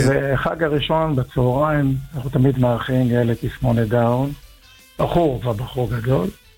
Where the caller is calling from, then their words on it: Bnei Brak, Tel Aviv District, Israel; אנחנו מבני ברק.